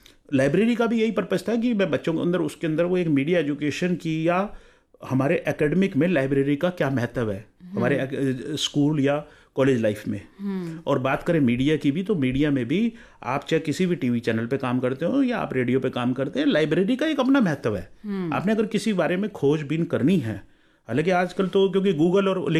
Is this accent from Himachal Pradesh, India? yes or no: yes; Hamirpur, Himachal Pradesh, India; also born or lived in Delhi; मैं दिल्ली में पैदा हुआ हूँ but I belong to Himachal Pradesh Hamirpur district